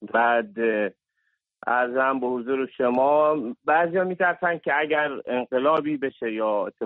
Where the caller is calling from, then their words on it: Abadan, Khuzestan, Iran; من عرب خوزستان هستم، آبادان هستم،